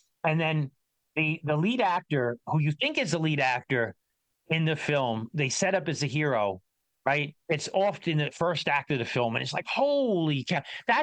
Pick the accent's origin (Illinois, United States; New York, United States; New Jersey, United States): New York, United States; New York City; where I grew up in Brooklyn.